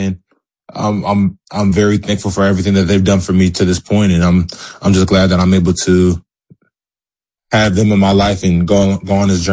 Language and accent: English; New Haven, Connecticut, United States; So my earliest memories growing up in New Haven are going to Gulf Street Park every August